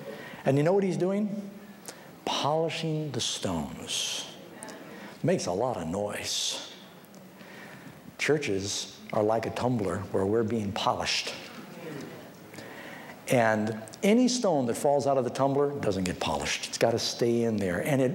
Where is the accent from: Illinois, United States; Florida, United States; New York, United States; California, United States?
California, United States